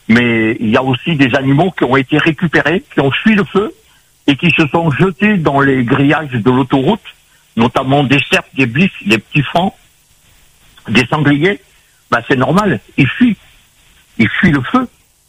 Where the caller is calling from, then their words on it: Paris, Île-de-France, France; Je vous appelle de Paris.